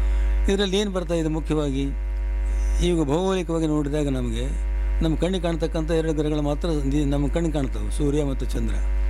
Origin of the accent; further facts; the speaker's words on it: Karnataka, India; also born or lived in Raichur; ನಮ್ಮ ಊರಲ್ಲಿ ರಾಜಲದಿನಲ್ಲಿದ್ದೆ.